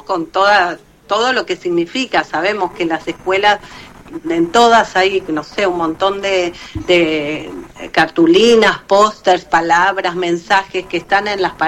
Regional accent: Argentina; now in Barcelona, Spain; somos argentinos.

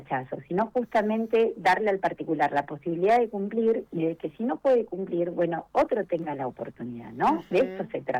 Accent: Santa Cruz, Argentina; como argentina y como santacruceña

